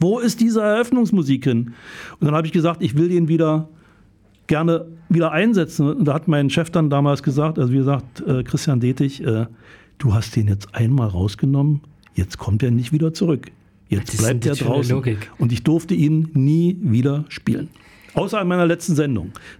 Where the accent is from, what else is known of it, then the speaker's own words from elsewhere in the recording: East Germany, Germany; Ich ging dann nach Berlin zum SFB praktisch, war da als Ossi erstmal so ein bisschen